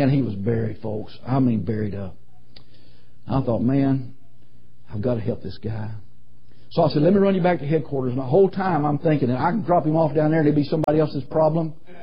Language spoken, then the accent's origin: English; Highland, Arkansas, United States; I'm from Highland, Arkansas.